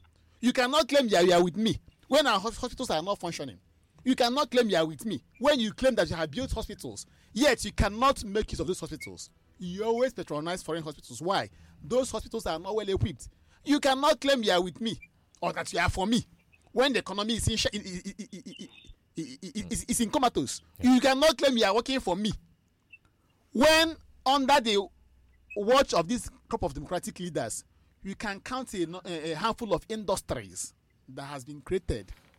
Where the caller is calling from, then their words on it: Nigeria; as a Nigerian citizen